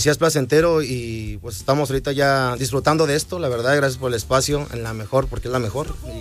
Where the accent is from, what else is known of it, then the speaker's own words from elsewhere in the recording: Mexico; Mientras nos inviten, como buen mexicano, aquí, estar, aquí vamos a estar siempre.